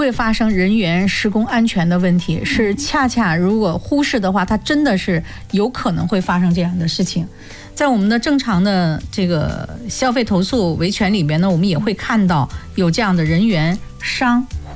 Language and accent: Chinese; Lianyungang, Jiangsu, China; accent: Lianyungang dialect; 如果说我们连云港方言的话